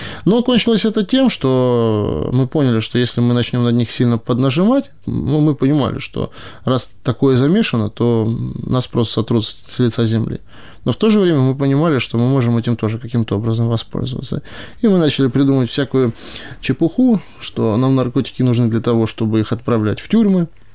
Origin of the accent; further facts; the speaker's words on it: Moscow, Russia; moved away as an adult; now in Kharkiv, Ukraine; Я из Москвы. Здесь, в Харькове, тружусь 2 года.